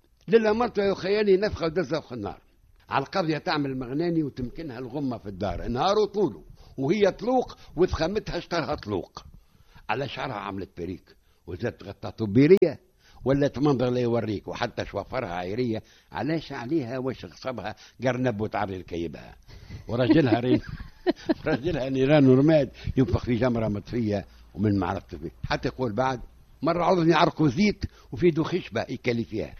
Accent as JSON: {"language": "Arabic", "country": "Tunisia", "said": "البوسبول كان عندنا في تونس كنت نتفرج فيه أنا وخالي في محمد الخامس"}